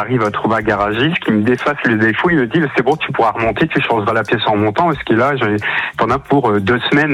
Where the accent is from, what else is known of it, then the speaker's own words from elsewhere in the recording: the north of France, France; accent: northern; je suis du Nord, mon accent doit s'entendre.